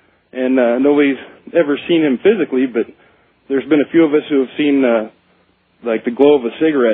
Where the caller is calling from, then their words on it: Quartz Hill, California, United States; in Quartz Hill.